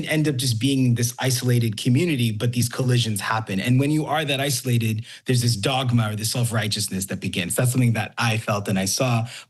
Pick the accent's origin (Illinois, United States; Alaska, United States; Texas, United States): Texas, United States; Houston; I think growing up in Houston, something that I saw was a lot of people would be religious